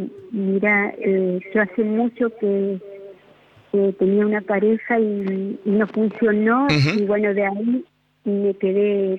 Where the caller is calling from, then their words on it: Avellaneda, Buenos Aires Province, Argentina; De Avellaneda.